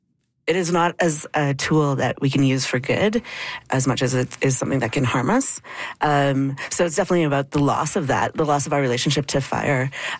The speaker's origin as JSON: {"language": "English", "town": "Edmonton", "region": "Alberta", "country": "Canada", "tie": "born or raised there", "said": "I grew up in Edmonton, and there's a Edmonton public string program."}